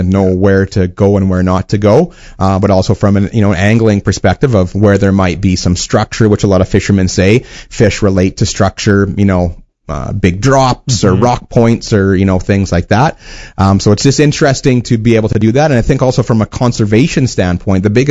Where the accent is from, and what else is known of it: Wawota, Saskatchewan, Canada; born or raised there